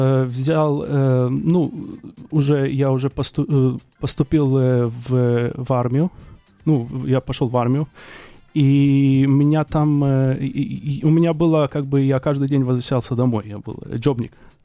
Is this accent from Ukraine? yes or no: no; Israel; born there; Russian is a second language; Я родился в Израиле. У меня русский язык — это не мой родной язык.